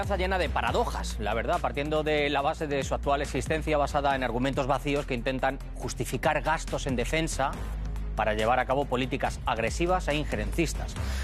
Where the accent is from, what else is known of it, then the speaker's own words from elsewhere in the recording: Spain; Y yo me lo pregunto como español y como europeo, ¿no?